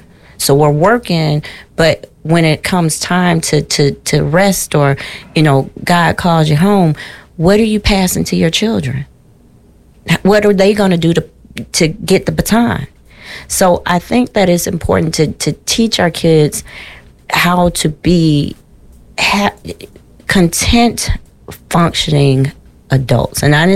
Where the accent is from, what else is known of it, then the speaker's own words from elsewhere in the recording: the South, United States; Growing up in the South, there was no computer. There was not a cell phone.